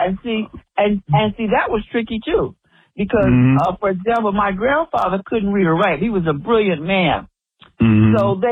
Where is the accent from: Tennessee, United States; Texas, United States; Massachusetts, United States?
Tennessee, United States; Alcoa; moved away; I was born and raised in Alcoa, Tennessee, which is at the foothills of the Great Smoky Mountains. It's an aluminum town. That's how it got its name.